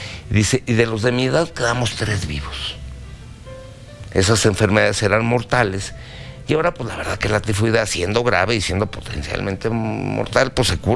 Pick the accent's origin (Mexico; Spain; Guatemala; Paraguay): Mexico